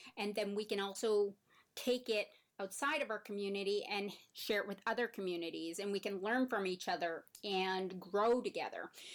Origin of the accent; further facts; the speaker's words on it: Canada; You know, I'm from Canada, but I can tell you, I've lived in Vancouver for many years